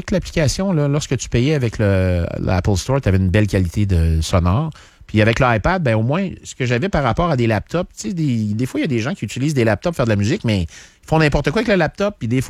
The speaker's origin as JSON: {"language": "French", "country": "Canada", "said": "moi, je suis un Canadien français."}